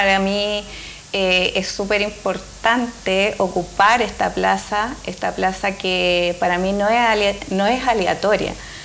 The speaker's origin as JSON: {"language": "Spanish", "town": "Putaendo", "region": "Valparaíso", "country": "Chile", "tie": "born or raised there", "also_born_or_lived": "San Felipe / Los Andes", "said": "yo soy nací en San Felipe, toda mi vida he vivido en Putaendo, mi familia es putaendina. Estudié en el Liceo Manuel Marín Frítiz. Fui a estudiar mi enseñanza media en los Andes, en el Liceo Comercial"}